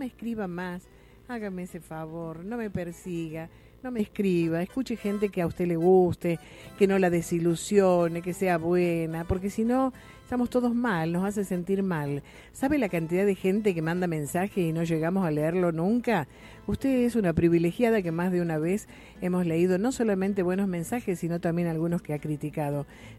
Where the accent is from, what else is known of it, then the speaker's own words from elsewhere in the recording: Tancacha, Córdoba, Argentina; La familia vive en Mar del Plata, somos de Tancacha, en Río Tercero también hay familia.